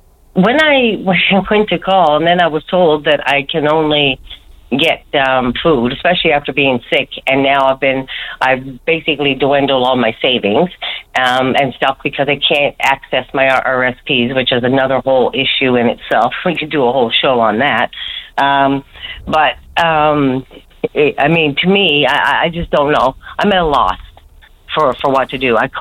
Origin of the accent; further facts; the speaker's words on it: Newfoundland and Labrador, Canada; now in St. John's, Canada; I'm not from St. John's. I moved here in May 2025, okay, from another area but...